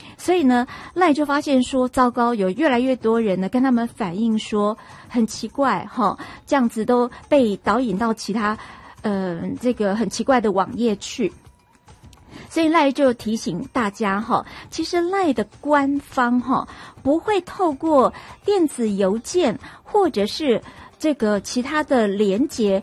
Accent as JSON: {"language": "Chinese", "country": "Taiwan", "said": "看准了我们台湾人非常非常高度使用 LINE 这个软体哦"}